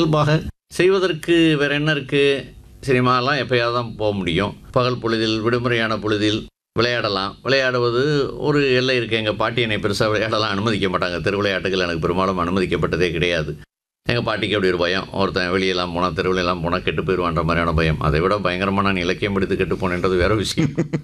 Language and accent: Tamil; Madurai, Tamil Nadu, India; moved away; also born or lived in Chennai; என்னுடைய சொந்த ஊர் மதுரை. மதுரையில் தல்லாகுளம். தல்லாகுளம்ன்றது நகரனுடைய மத்தியில் வைகை வடகரையில் இருக்குது. 100 வருஷத்துக்கு மேலே அங்கே இருக்கோம்னு நினைக்கிறேன்.